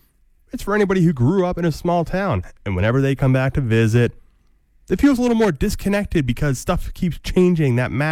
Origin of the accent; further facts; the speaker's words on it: Alberta, Canada; moved away; I go visit my folks who raised my brother and myself in a small town just outside Edmonton.